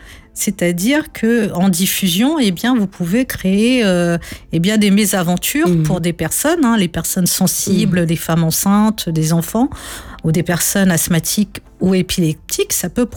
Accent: Mauritius; Eh bien, écoutez, en tant que Mauricienne, j'avais ce besoin de revenir

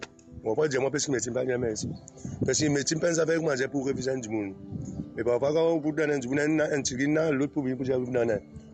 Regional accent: Rodrigues, Mauritius; je viens de famille, je viens de Rodrigue, je téléphone

